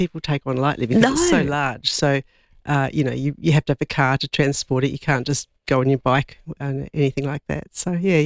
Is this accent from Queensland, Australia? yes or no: yes; Brisbane, Queensland, Australia; I grew up in Brisbane where there was a fantastic youth orchestra.